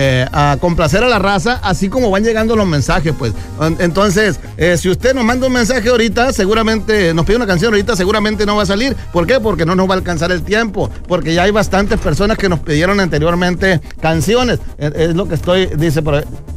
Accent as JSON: {"language": "Spanish", "country": "Mexico", "said": "todos somos orgullosamente mexicanos"}